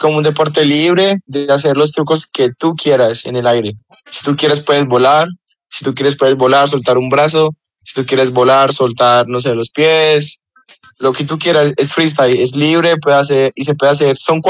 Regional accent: Bogotá, Colombia; also born or lived in La Paila; Esta pasión empezó en mi pueblito, en la Paila Valle. Soy del Valle, pero represento Bogotá y corro por Bogotá, porque de los 10 años, más o menos 10, 11 años, 9, me fui a vivir a Bogotá con mi familia.

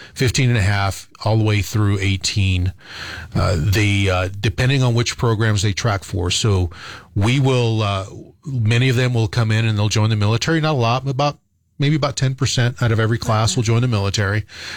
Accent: Dexter, New Mexico, United States; I grew up in Dexter, New Mexico, which is in southeast New Mexico.

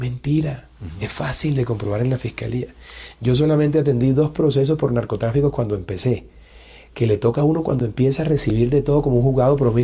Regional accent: Barranquilla, Atlántico, Colombia; also born or lived in Bogotá; barranquilleros somos tan tesos que nacemos donde nos da la gana.

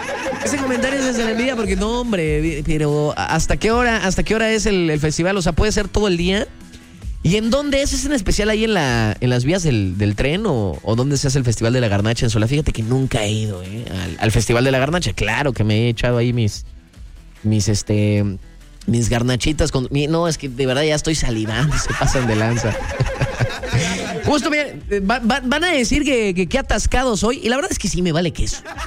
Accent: Veracruz, Mexico; moved away; ya para mis tierras, allá en la zona de las altas montañas, así le decíamos el queso jarocho.

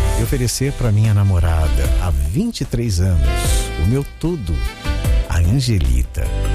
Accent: São Francisco do Sul, Santa Catarina, Brazil; Eu sou de São Francisco do Sul, em Santa Catarina.

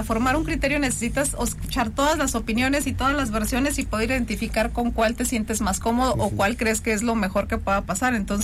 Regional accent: Cuauhtémoc, Colima, Mexico; yo soy de una comunidad, vengo de un municipio pequeño, de su cabecera municipal, Cuauhtémoc, crecí mucho en Buenavista y Alcaraces, que son las comunidades de mis papás

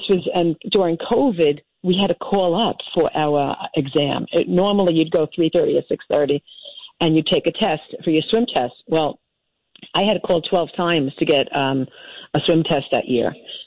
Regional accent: Brooklyn, New York, United States; I grew up in Brooklyn.

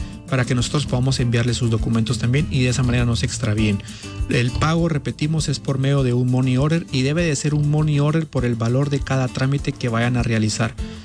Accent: Guatemala; now in United States; nosotros como guatemaltecos

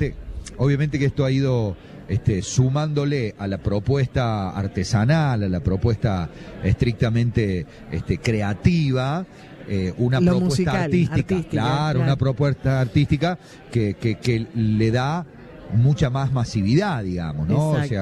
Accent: Jesús María, Córdoba, Argentina; Nosotros sí. Somos de Jesús María, decimos que el festival de Jesús María es

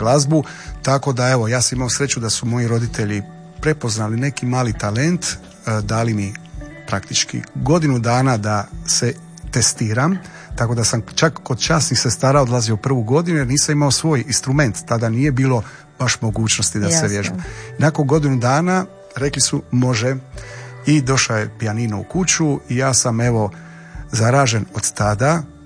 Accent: Split, Split-Dalmatia County, Croatia; Ja sam rođen u Splitu i kao dijete uzorne obitelji, 80-ih, si morao odlaziti u glazbenu školu

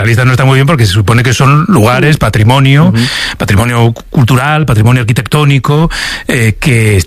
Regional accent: Japan; Soy muy japonés.

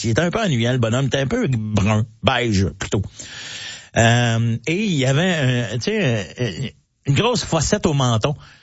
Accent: Mont-Saint-Hilaire, Quebec, Canada; Moi, je viens de Saint-Hilaire, puis en face de la polyvalente, t'as de la montagne de Mont-Saint-Hilaire, puis t'as une paroi rocheuse.

